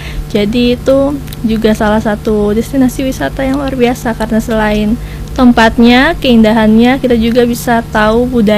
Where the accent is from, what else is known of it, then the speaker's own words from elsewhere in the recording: Kaibobu, Maluku, Indonesia; saya terpikir kampung halaman saya, Kaibobu